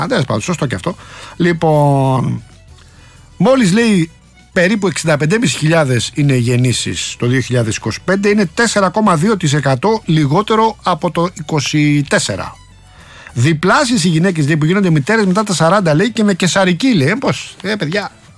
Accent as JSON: {"language": "Greek", "town": "Rafina", "region": "Attica", "country": "Greece", "said": "θα πάμε στη Ραφίνα αργότερα, την πατρίδα μου"}